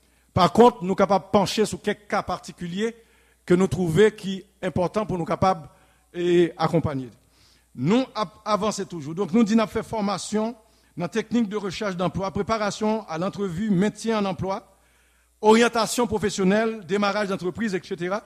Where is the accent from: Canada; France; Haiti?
Haiti; moved away; en tant que haïtien